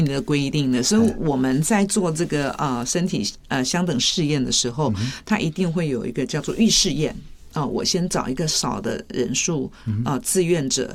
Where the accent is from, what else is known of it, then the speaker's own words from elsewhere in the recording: Taiwan; 就是我们台湾人讲一句话叫做“贵也卡喝”